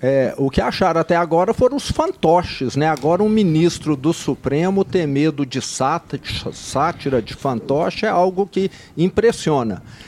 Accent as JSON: {"language": "Portuguese", "region": "Minas Gerais", "country": "Brazil"}